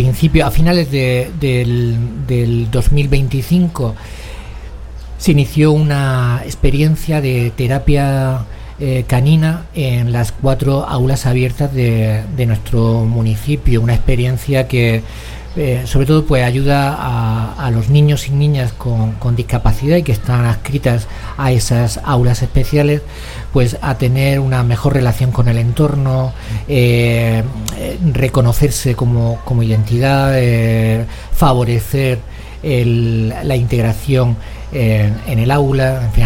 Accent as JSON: {"language": "Spanish", "town": "Águilas", "region": "Region of Murcia", "country": "Spain"}